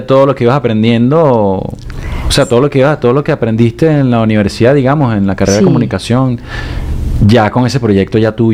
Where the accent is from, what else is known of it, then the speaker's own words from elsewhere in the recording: Caracas, Capital District, Venezuela; Somos caraqueños.